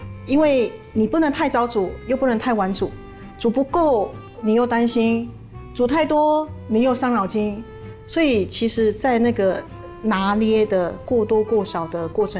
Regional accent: Taiwan; now in Chicago, United States; 非常高兴回来台湾呢。对啊，我的家乡呢。

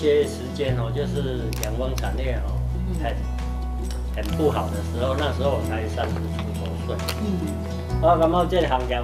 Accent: Taichung, Taiwan; 跟我出生的地点有关系啊，我在头汴坑土生土长啊。

